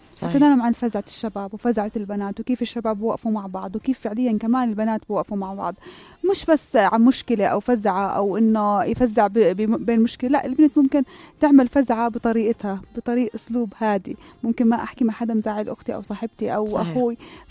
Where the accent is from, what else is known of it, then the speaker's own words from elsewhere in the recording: Jordan; احنا يعني متميزين كأردنية